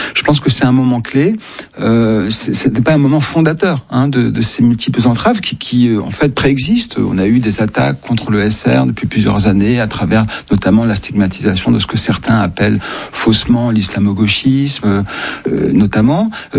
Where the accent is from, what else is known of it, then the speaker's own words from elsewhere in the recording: France; Et moi, je suis français, chercheur, travaillant sur un certain nombre de sujets